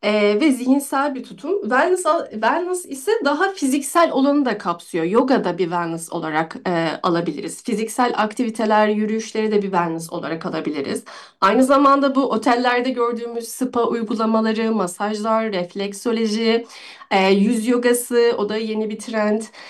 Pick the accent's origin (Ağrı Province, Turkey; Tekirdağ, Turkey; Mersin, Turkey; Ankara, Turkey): Tekirdağ, Turkey; also born or lived in Kars; now in Istanbul, Turkey; Böyle benimki aslında Tekirdağlıyım. Edirne'den Kars'a gibi bir hikayeydi.